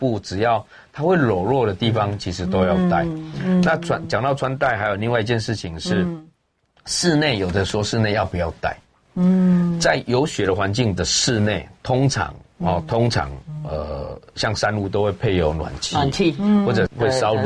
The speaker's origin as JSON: {"language": "Chinese", "region": "Penghu County", "country": "Taiwan", "said": "我们像我们澎湖人，我们澎湖有三个太阳"}